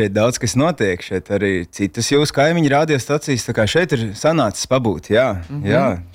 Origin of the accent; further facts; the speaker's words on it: Tukums, Tukums Municipality, Latvia; also born or lived in Riga; es esmu audzis tukumā. Esmu izmācījies fantastiskās tukuma. Skoliņās un pēc tam arī Rīgā mācījies.